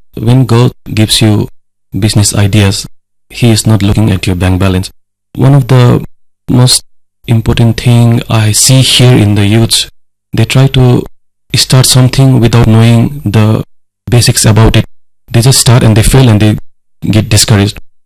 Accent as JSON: {"language": "English", "region": "Sikkim", "country": "India", "moved": "yes", "lives_now": "Kohima, India", "said": "I'm from Sikkim."}